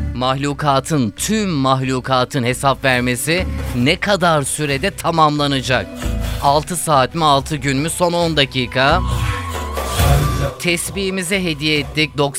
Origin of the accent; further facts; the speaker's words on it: Erzurum, Turkey; Sevgili memleketimin değerli vatandaşları